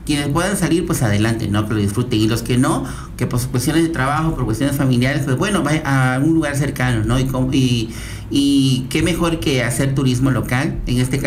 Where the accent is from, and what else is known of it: Tamulté de las Sabanas, Tabasco, Mexico